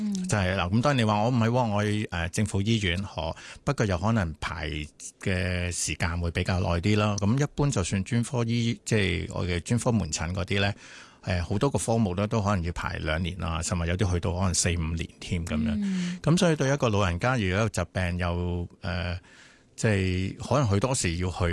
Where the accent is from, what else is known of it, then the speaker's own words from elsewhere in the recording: Hong Kong; 我哋香港人